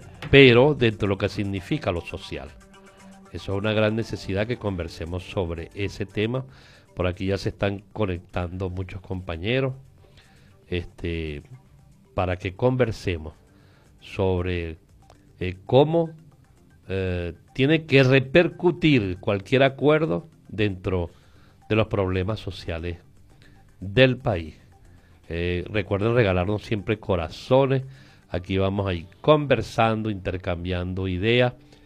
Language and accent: Spanish; El Tigre, Anzoátegui, Venezuela; born there; Yo nací en El Tigre, Estado Anzoátegui